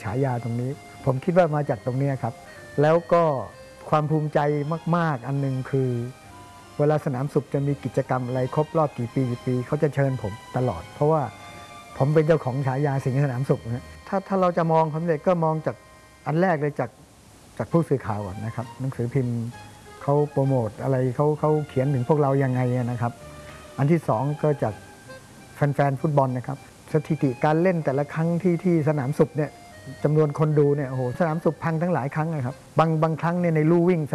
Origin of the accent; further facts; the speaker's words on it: Phitsanulok, Thailand; พอผมเรียนประถมที่จังหวัดพิษณุโลกนะผมเป็นคนพิษณุโลก